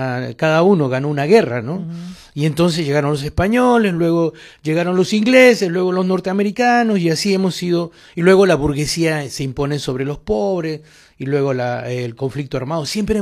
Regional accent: Lima, Peru; born there; desde el centro de Lima.

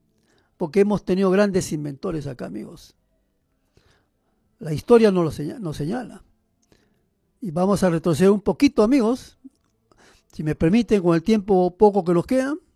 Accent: Peru; Acá nacemos, acá nos quedamos y acá vamos a morir, como peruanos que somos.

